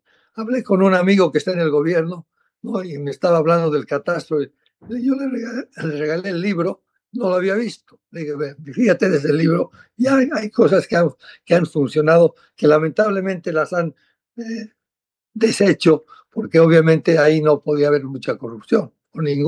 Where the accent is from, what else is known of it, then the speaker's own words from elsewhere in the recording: Bolivia; now in Washington, United States; yo duermo en Washington, pero vivo en Bolivia.